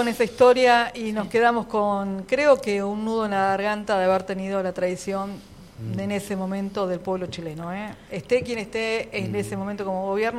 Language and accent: Spanish; Argentina